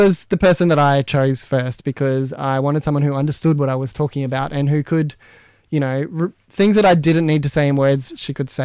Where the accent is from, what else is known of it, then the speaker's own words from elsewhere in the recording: Katherine, Northern Territory, Australia; I grew up off country in Catherine, and so my family's from New South Wales.